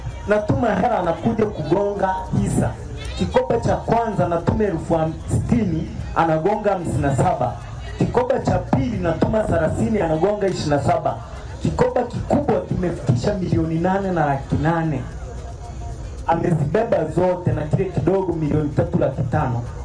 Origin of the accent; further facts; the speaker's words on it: Tarime, Mara, Tanzania; born there; Ni toka nimezaliwa hapa Tarime, nimezaliwa hapa.